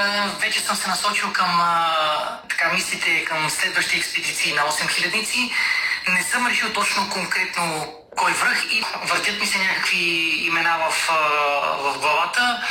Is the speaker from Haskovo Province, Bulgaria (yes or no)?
no; Razlog, Blagoevgrad Province, Bulgaria; туристическото лого на родният ми град Разлог.